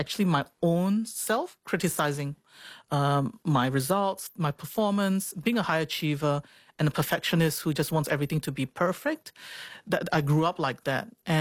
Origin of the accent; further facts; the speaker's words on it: Singapore; You know, church is something that I grew up in Singapore.